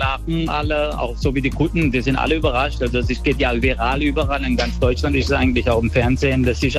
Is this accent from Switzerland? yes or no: no; Italy; Ja, ich als Italiener bin ja ein richtiger Nudelesser